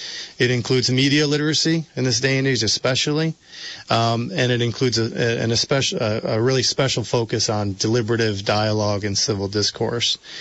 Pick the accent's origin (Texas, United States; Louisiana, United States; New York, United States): New York, United States; I grew up in New York State. You know, we had Regents exams.